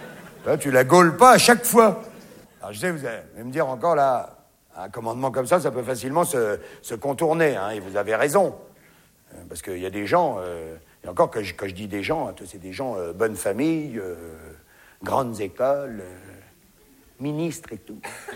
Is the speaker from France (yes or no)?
yes; France; Hein, vous avez vu, chez nous, en France, ils ont dit, ah oui, oui, oui.